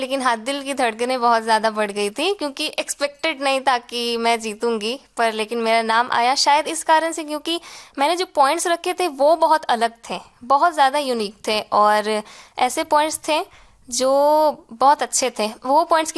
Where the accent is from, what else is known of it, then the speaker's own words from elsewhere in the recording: Muzaffarpur, Bihar, India; मैं मूल रूप से मुजफ्फरपुर की निवासी हूँ